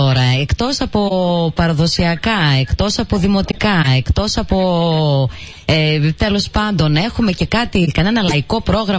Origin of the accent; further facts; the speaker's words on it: Thrace, Greece; Αφού είμαστε θρακιώτες